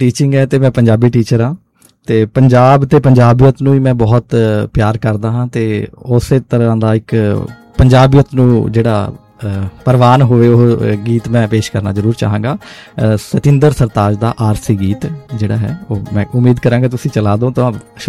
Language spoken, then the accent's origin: Punjabi; Mohali district, Punjab, India; moved away; ਮੈਂ ਜਦੋਂ ਆਪਣੇ ਪਿੰਡ 'ਚ ਰਹਿੰਦਾ ਸੀਗਾ, ਪੰਜਾਬ 'ਚ, ਬੇਸਿਕਲੀ ਮੇਰਾ ਜਨਮ ਜਿਹੜਾ ਪੰਜਾਬ ਦਾ ਹੈ, ਮੋਹਾਲੀ ਡਿਸਟ੍ਰਿਕਟ ਹੈ ਮੇਰਾ